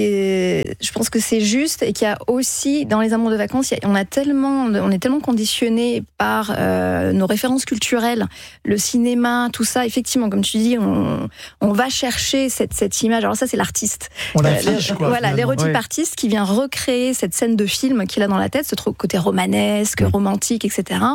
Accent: France; Lui est américain, moi, je suis française.

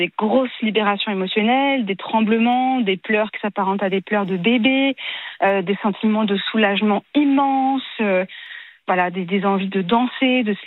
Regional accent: Maisons-Laffitte, Île-de-France, France; J'ai grandi à Maisons-Lafitte, en région parisienne

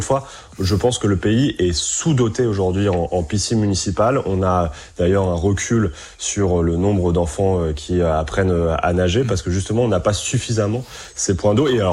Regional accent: Hauts-de-France, France; On a des endroits plus ruraux, je pense chez moi en Picardie, dans la Somme

